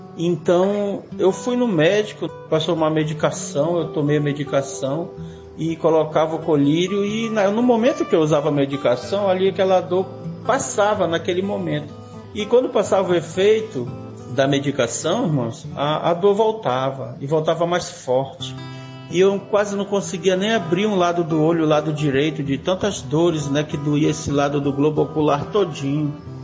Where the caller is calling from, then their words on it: Boa Vista, Roraima, Brazil; eu sou ouvinte assíduo, né, do programa Voz da Libertação aqui em Boa Vista, capital de Roraima.